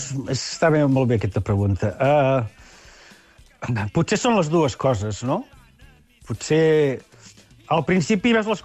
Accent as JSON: {"language": "Catalan", "town": "Constantí", "region": "Catalonia", "country": "Spain", "said": "ja ho sap la gent que som de Constantí"}